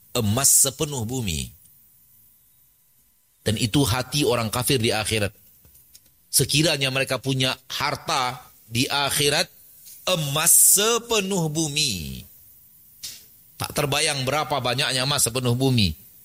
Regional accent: Padang, West Sumatra, Indonesia; dalam bahasa kami orang Padang

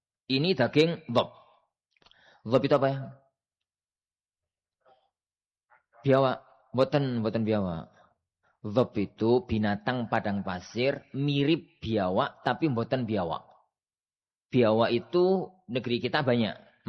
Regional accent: Java, Indonesia; kita orang Jawa dengan keberadaan kita bahwasanya kita adalah orang Muslim.

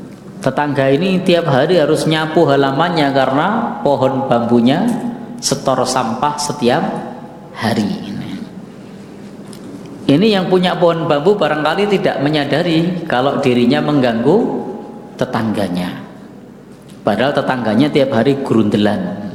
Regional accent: Bantul, Special Region of Yogyakarta, Indonesia; karakter kita sebagai wong Bantul itu tidak terus terang.

